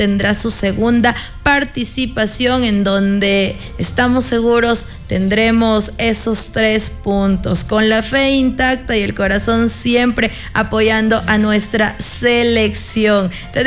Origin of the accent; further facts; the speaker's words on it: Ecuador; Volvemos a soñar como ecuatorianos